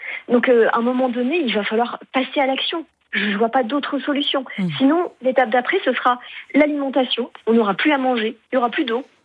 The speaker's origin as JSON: {"language": "French", "town": "Bordeaux", "region": "Nouvelle-Aquitaine", "country": "France", "said": "Moi, je suis de Bordeaux, donc j'ai vécu en direct le premier incendie de 2022, celui de cette année."}